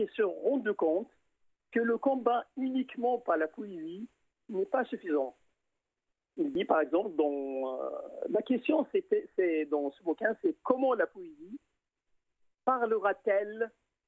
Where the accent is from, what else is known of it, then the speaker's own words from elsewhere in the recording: Drâa-Tafilalet, Morocco; ce qu'on appelle chez nous dans le Tafilal, ce bouquin-là.